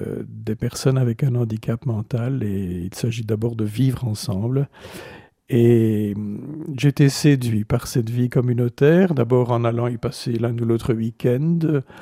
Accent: Antwerp, Flanders, Belgium; Mais de fait, après mon service militaire, je suis resté dans ma ville natale et je m'étais spécialisé à l'ULB, déjà en droit maritime

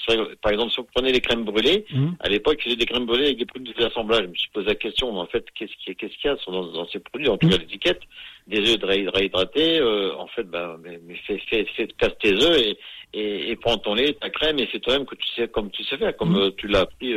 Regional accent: the north of France, France; moved away as an adult; now in Marseille, France; moi, je suis natif du nord de la France

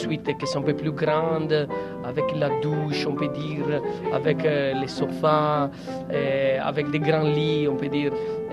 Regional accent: Sardinia, Italy; French is a second language; moved away; Je suis italienne, j'arrive de l'île de la Sardaigne. Et je suis arrivé à bord en 2009.

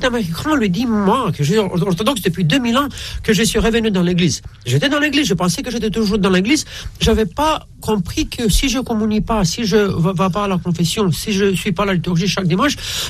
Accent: Romania; French is a second language; moved away as an adult; also born or lived in United States; now in France; je suis d'origine romaine, j'ai grandi là-bas

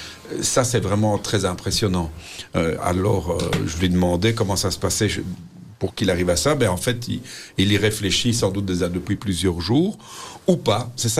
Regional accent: Molenbeek, Brussels, Belgium; On vient du même coin, on vient de Molenbeek, on a été dans la même école primaire, la même école secondaire.

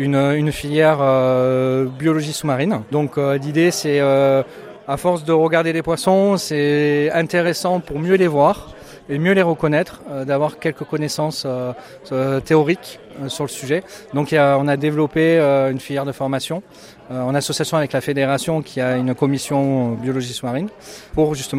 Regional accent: Marseille, Provence-Alpes-Côte d'Azur, France; now in Grenoble, France; ben tu viens de débarquer sur Grenoble, ça serait bien que tu trouves une activité, surtout que moi je suis originaire de Marseille.

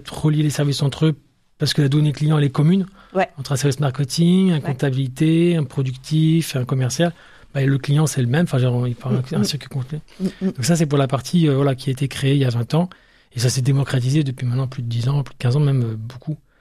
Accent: Aix-en-Provence, Provence-Alpes-Côte d'Azur, France; born or raised there; also born or lived in Lille; now in Niort, France

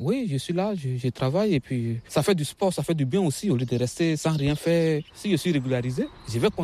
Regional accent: Côte d’Ivoire; je viens de la Côte d'Ivoire.

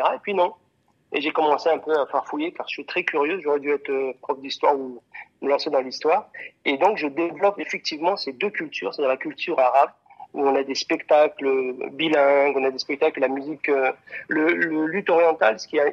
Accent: Grenoble, Auvergne-Rhône-Alpes, France; also born or lived in Franche-Comté; je suis un Français à 800%. J'ai grandi à Grenoble. J'ai fait un petit détour en Franche-Comté, mais je suis revenu ici.

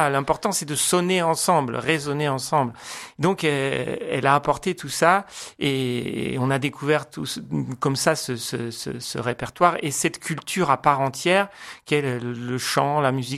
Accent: Geneva, Switzerland; born there; moved away; also born or lived in Rome, Italy; Je suis né à Genève, d'accord, mais je reste romain d'adoption. J'aime bien dire ça parce que j'ai vécu longtemps là-bas et je reste vraiment ma patrie de cœur aussi, l'Italie et Rome en particulier.

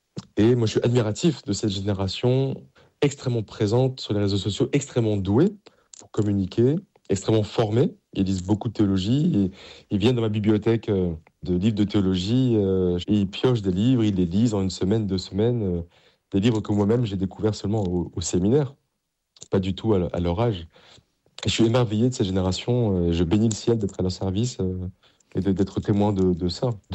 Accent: Paris, Île-de-France, France; born or raised there

